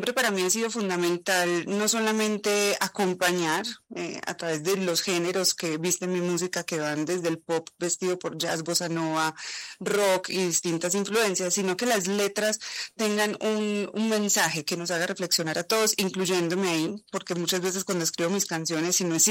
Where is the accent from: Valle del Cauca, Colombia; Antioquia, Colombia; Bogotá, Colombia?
Antioquia, Colombia; Medellín; moved away as an adult; also born or lived in New York / Miami / Mexico; soy de Medellín, soy la colombiana creo que más patriota del mundo, amo mi país, pero también me considero ciudadana del mundo, he sido muy inquieta toda mi vida, he viajado mucho y he vivido en distintos lugares, viví en Nueva York